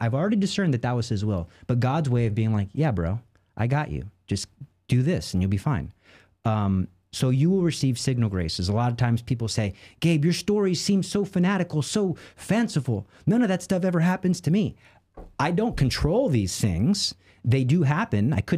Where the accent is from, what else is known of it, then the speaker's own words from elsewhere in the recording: Texas, United States; I'm from Texas.